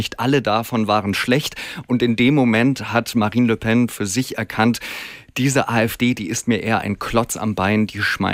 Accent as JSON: {"language": "German", "region": "Bavaria", "country": "Germany"}